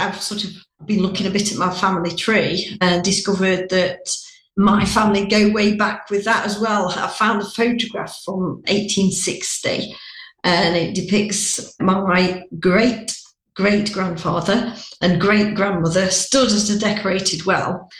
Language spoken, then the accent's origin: English; Tissington, East Midlands, United Kingdom; Well, I was brought up in Tissington, and as a kid, you just go in and dabble in a bit and doing a bit.